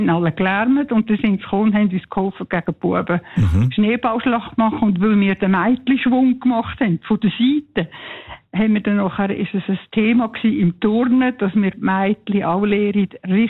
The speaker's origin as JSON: {"language": "German", "region": "Lucerne", "country": "Switzerland", "tie": "born or raised there", "said": "Ja, ich bin in Luzern aufgewachsen und bin im Meinhof-Schulhaus in die Schule."}